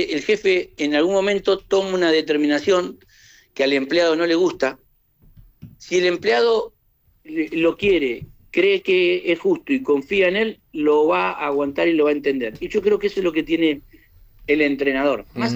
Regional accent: Argentina; cómo somos los argentinos. Los argentinos somos gente de una economía muy endeble, muy complicada

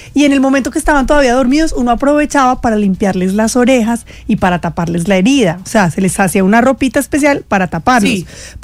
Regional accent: Manizales, Caldas, Colombia; moved away; yo soy de Manizales

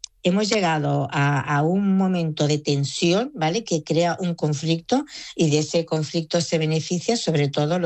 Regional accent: Ceuta, Spain; que somos españoles o que somos ceutíes.

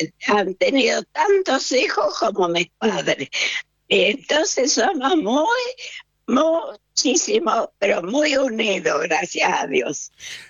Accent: La Gallareta, Santa Fe, Argentina; Bueno, yo soy de La Gallareta, provincia de Santa Fe, al norte de Santa Fe

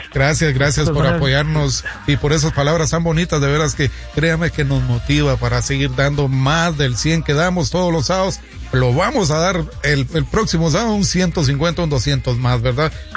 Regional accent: Guatemala; porque José Samuel es salvadoreño, soy chapín, ¿verdad?

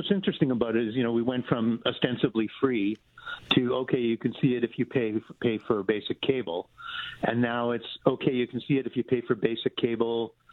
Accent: Winnipeg, Manitoba, Canada; now in Toronto, Canada; I'm from Winnipeg, and I am a Leafs fan, but also I'm a Jets fan

